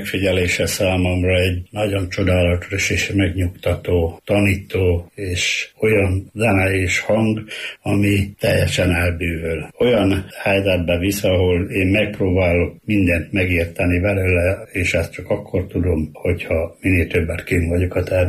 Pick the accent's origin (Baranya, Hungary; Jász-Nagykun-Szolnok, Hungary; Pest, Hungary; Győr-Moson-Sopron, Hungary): Győr-Moson-Sopron, Hungary; Rábasövény; also born or lived in Sárvár; Én Sárváron születtem, de gyermekkoromat Rábasövényben egy faluhelyen töltöttem